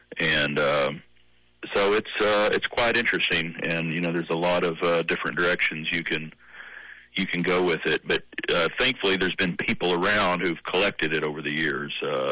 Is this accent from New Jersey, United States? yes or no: no; Lubbock, Texas, United States; I always joke with people when they find out I'm from Lubbock, Texas, and they ask about Lubbock, I tell them, we invented rock and roll out here.